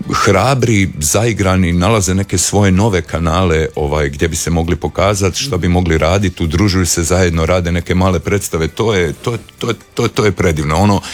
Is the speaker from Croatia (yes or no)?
yes; Croatia; ja sam jedini iz Hrvatske